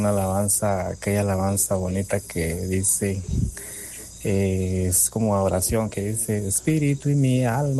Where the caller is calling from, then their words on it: Santa Cecilia, Guanacaste, Costa Rica; Vivo en la provincia de Guanacaste, de Santa Cecilia